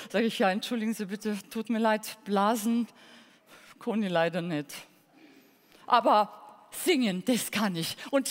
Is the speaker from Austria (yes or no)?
no; Kazakhstan; now in Germany; Und zwar, ich komme ursprünglich aus Kasachstan. Wir haben damals in unserer Familie wirklich sehr, sehr viel Deutsch gesprochen.